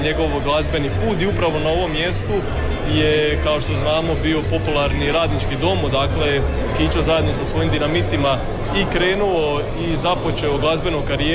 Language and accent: Croatian; Osijek, Osijek-Baranja County, Croatia; kao Osječani